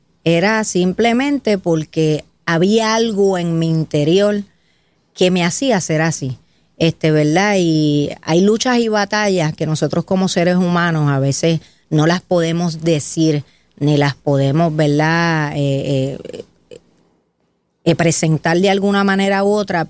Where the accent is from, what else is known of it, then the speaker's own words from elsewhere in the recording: San Juan, Puerto Rico; also born or lived in United States; Yo soy de Río Piedras.